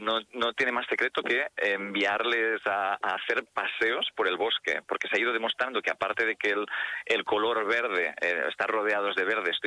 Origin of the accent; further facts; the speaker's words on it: Figueres, Catalonia, Spain; en mi tierra, que yo soy del Alt Empordà, de Figueras